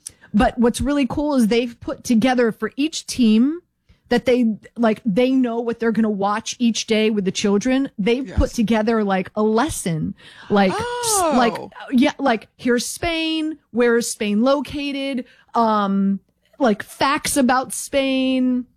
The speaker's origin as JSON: {"language": "English", "town": "Miami", "region": "Florida", "country": "United States", "tie": "born or raised there", "said": "Well, I'm born and raised in Miami."}